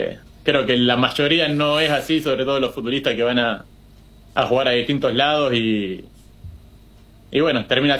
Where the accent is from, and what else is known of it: Capitán Bermúdez, Santa Fe, Argentina; also born or lived in Malta